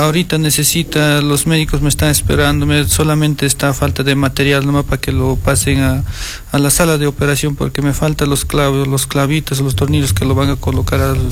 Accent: Cusco, Peru; Sí, mi esposa es natural de allá, de Ayacucho, pero yo soy de Cusco. Pero nosotros radicamos en Cusco ya 7 años ya.

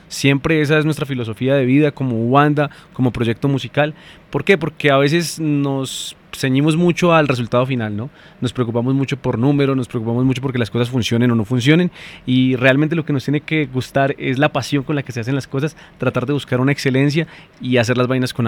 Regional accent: Boyacá, Colombia; Nosotros somos boyacenses a mucho orgullo

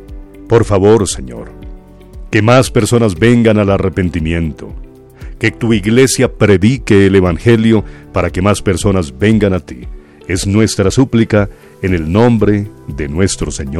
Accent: Colombia; si como colombianos abrimos nuestro corazón a ti

